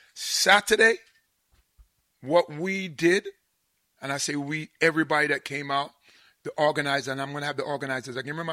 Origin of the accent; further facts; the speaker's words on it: Jamaica; because I'm Jamaican or English Jamaican